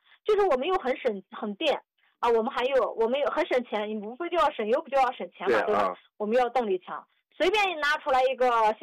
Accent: China; 我们中国人

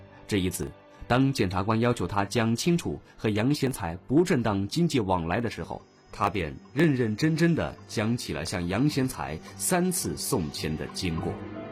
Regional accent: Raoping, Guangdong, China; 我介绍我的老家是饶平的，西南政法大学毕业，从事律师工作10年

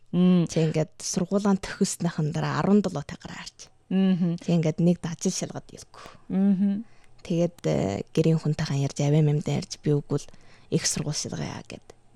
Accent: Inner Mongolia, China; Миний нутаг бол отог

